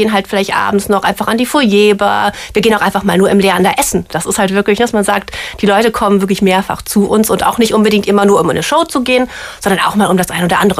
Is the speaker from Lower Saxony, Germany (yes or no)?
no; Bonn, North Rhine-Westphalia, Germany; Ich bin selber auch Rheinländerin, so Urbonnerin.